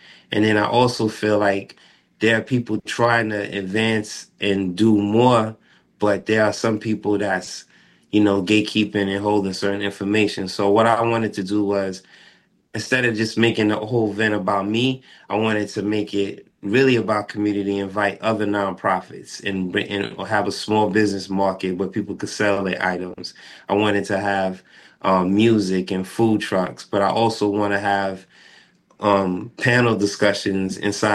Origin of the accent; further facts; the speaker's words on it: New York, United States; when I was growing up in New York, about block parties and how everybody came together and people had fun on the block.